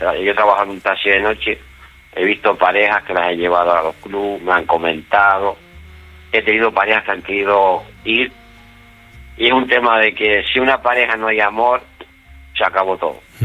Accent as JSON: {"language": "Spanish", "town": "Tenerife", "region": "Canary Islands", "country": "Spain", "said": "El tema de, yo soy aquí de Tenerife, y tú sabes que esto es turístico."}